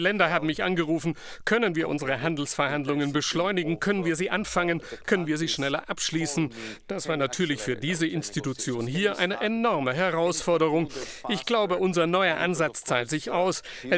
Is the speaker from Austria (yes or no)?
no; Slovakia; Ich komme aus der Slowakei